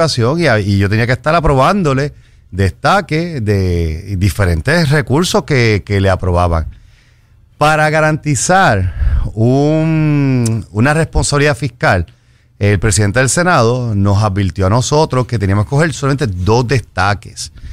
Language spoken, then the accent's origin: Spanish; Carolina, Puerto Rico; Sí, sí, somos aquí de Carolina. Mayoría. Mayoría de Carolina.